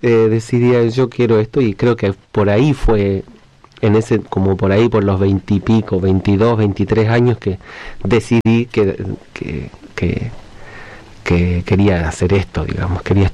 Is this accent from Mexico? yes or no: no; Chile; moved away as an adult; now in Neuquén, Argentina; Pero en el Valle vivo hace 19. Este año ya empiezo a tener la misma, o sea, ahora tengo los mismos años en Chile